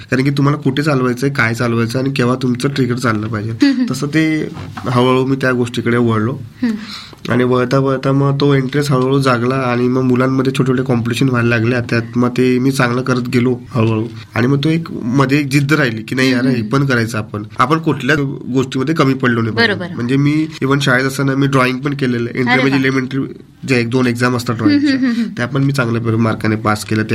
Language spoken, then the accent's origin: Marathi; Jalgaon, Maharashtra, India; also born or lived in Mumbai; आणि बालपण माझं आधी म्हणजे आई मुंबईची असल्यामुळे तर आमचं सगळं मुंबईच बालपण होतं स्टार्टिंग पासून. नंतर मग काही वर्षानंतर आमी जळगावातच आलो.